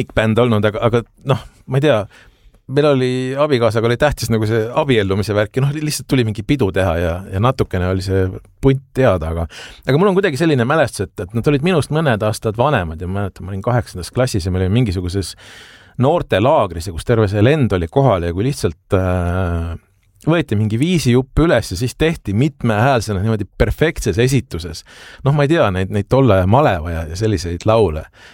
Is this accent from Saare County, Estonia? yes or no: no; Tallinn, Harju County, Estonia; mina on see sama kooli kasvandik